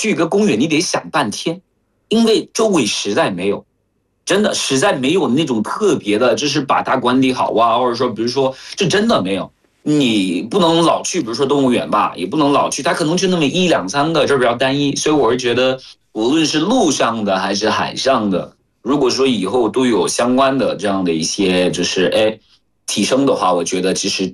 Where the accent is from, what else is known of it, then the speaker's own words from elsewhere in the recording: Cameroon; Chinese is a second language; now in China; 我是来自喀麦隆的